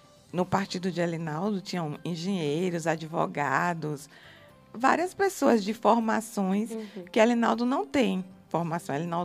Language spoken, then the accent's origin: Portuguese; Camaçari, Bahia, Brazil; somos de Camaçari